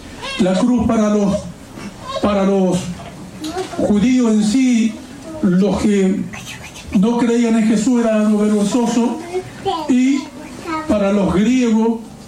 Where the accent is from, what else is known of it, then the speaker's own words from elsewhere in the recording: Chile; born there; yo nací en Chile, mi procedencia, mis raíces son de Chile, nací en Chile.